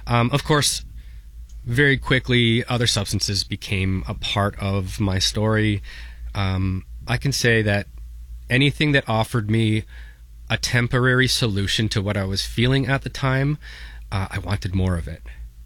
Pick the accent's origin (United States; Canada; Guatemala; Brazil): Canada; St. Catharines, Ontario; I grew up in St. Catharines. I was a small kid, smaller than the rest of the kids.